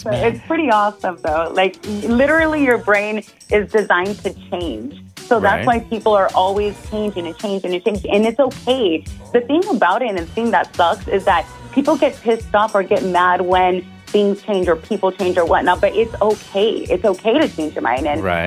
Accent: Central Valley, California, United States; now in Los Angeles area, United States; Again, I'm from the Central Valley. So over here, out of like Fresno, Visalia, Tulare, this is my stomping grounds. And I'm also now like in LA area, Orange County, Anaheim.

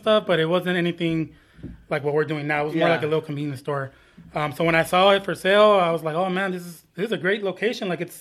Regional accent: San Bernardino, California, United States; I grew up in San Bernardino, especially in that area. My mom still lives down the street from there.

